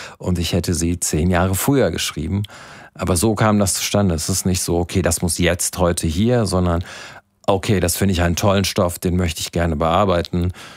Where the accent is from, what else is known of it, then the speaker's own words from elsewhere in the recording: Rhineland, Germany; Wir sind halt Rheinländer.